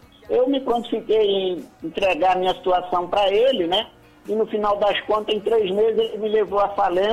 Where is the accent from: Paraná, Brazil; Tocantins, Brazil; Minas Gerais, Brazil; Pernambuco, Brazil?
Pernambuco, Brazil; Água Preta; born there; moved away; Eu nasci num lugar chamado Água Preta, aí perto de Palmares.